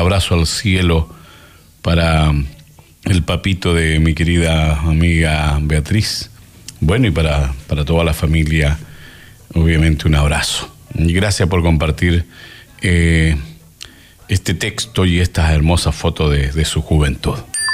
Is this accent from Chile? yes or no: yes; Angol, Araucanía, Chile; nos representen como angolino. Como chileno